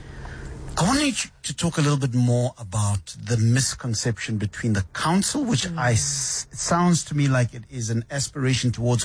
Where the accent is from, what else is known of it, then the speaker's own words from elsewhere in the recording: Mamelodi, Gauteng, South Africa; See, I'm from Mami Lodi.